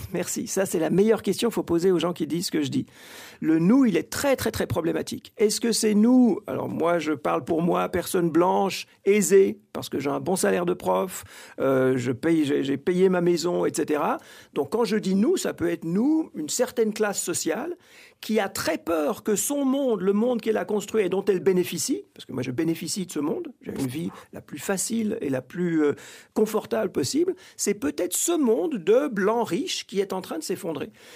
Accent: Switzerland; also born or lived in United States; Et comme je disais, je viens de Suisse, j'ai longtemps enseigné aux États-Unis

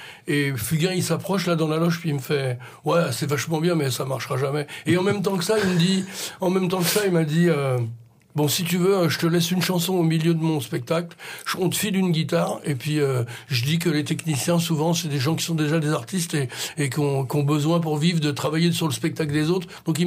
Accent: Grenoble, Auvergne-Rhône-Alpes, France; Les gens du 18e arrondissement, ces trucs-là, là, nous, on est de Grenoble, quoi.

